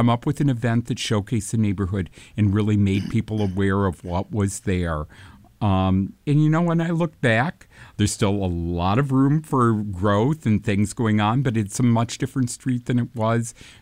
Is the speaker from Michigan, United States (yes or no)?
yes; Saginaw, Michigan, United States; I grew up in Saginaw